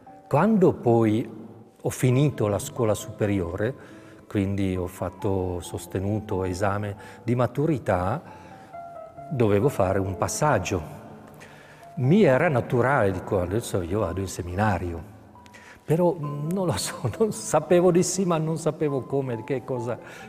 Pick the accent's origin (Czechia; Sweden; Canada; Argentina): Czechia; Italian is a second language; moved away as an adult; Io sono nato in Cecoslovacchia, che era regime comunista socialista reale. Mi ricordo, avevo 8 anni, 68